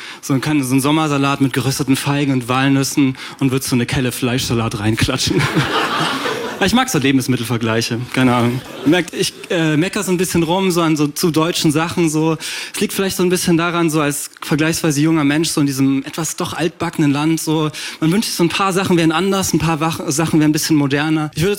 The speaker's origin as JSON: {"language": "German", "town": "Jena", "region": "Thuringia", "country": "Germany", "said": "Vor allem, ich komme aus Jena und das klingt ja so schön, ja, so fast französisch, so richtig."}